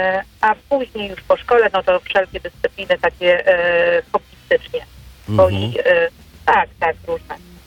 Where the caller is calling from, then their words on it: Radzyń Podlaski, Lublin Voivodeship, Poland; Z Radzenia Podlaskiego.